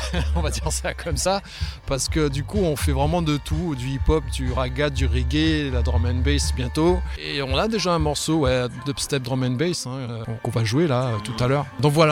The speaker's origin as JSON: {"language": "French", "country": "Guadeloupe", "tie": "born or raised there", "said": "mais j'ai grandi en Guadeloupe, donc si tu veux, c'est un autre cadre, hein, d'autres influences."}